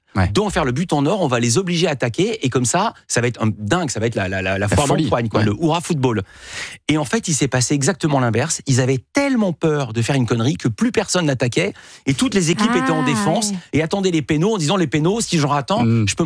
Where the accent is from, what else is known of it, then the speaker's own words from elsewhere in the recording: France; Nous, on est contents en tant que Français